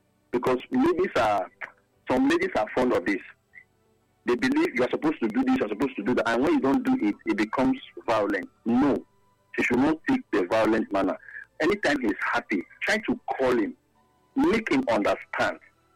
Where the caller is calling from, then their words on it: Delta, Nigeria; I'm calling from Delta State.